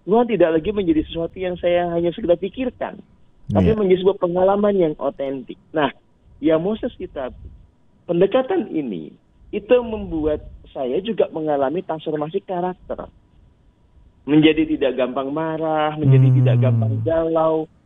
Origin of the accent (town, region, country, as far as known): Magelang, Central Java, Indonesia; born or raised there; also born or lived in Cirebon / Bali